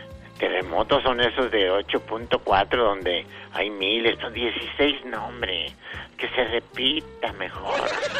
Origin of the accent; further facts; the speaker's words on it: Zacatecas, Mexico; Voy que como mexicano, como zacatecano